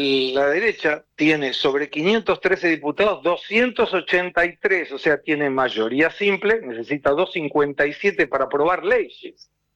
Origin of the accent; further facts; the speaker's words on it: Argentina; now in São Paulo, Brazil; Soy el único argentino que tiene un programa propio en la televisión brasileña